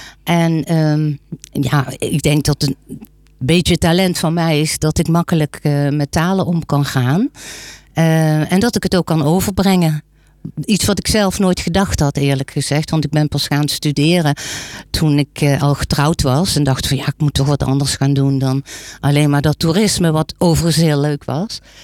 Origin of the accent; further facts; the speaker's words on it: Limburg, Netherlands; accent: Limburgish dialect; Duits heb ik gekozen omdat ik uit Limburg kom en het dialect, het Limburgse dialect, natuurlijk heel erg op het Duits lijkt.